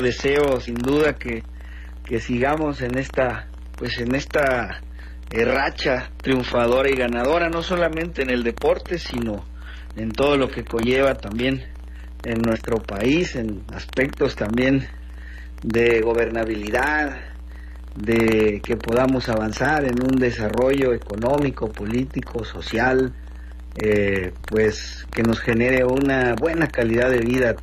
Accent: Mexico

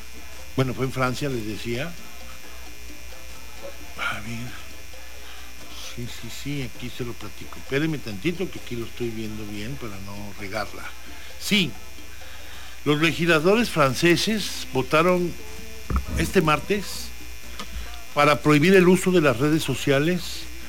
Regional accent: Mexico; debemos nosotros impulsar como mexicanos que también se integre en nuestro país.

